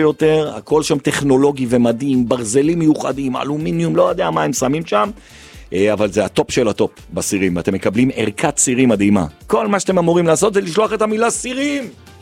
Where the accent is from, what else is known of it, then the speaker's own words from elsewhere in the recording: Jerusalem, Jerusalem District, Israel; פה זה כי אני ירושלמי.